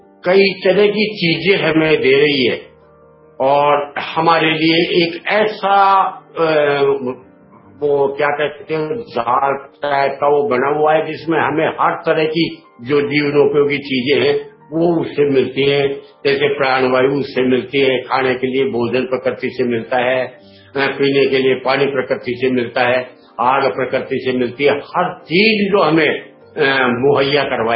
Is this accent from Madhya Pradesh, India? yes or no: no; Ajitgarh, Rajasthan, India; मेरे लिए अजीतगढ़ हिंदुस्तान है।